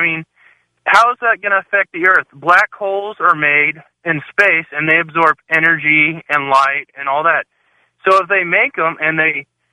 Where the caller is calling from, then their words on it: United States; I'm from the Tri-Cities.